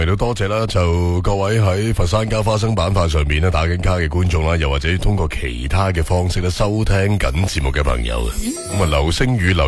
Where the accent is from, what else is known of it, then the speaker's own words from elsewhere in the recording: Guangdong, China; 我哋广府人